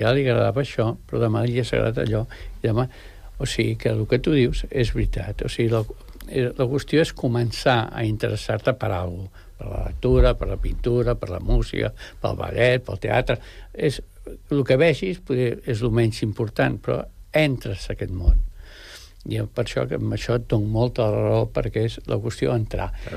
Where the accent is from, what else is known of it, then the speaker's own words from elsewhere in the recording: El Masnou, Catalonia, Spain; Hi ha un pintor del Masnou, que és el meu poble